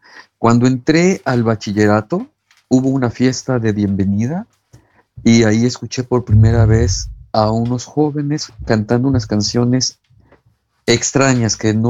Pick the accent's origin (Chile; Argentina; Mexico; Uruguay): Mexico; Mexico City; Soy originario de la Ciudad de México, en el sur de la Ciudad de México.